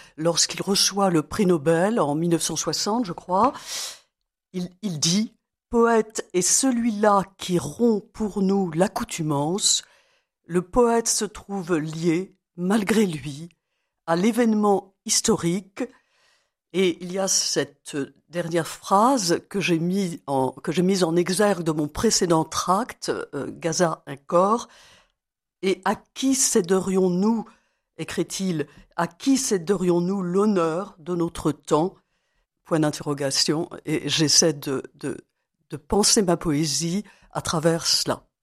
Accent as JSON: {"language": "French", "town": "Angers", "region": "Pays de la Loire", "country": "France", "tie": "born or raised there", "moved": "yes", "said": "La figure du roi René, du bon roi René, comme on l'appelle à Angers, relie la Provence à mon Anjou natal. Je suis née à Angers."}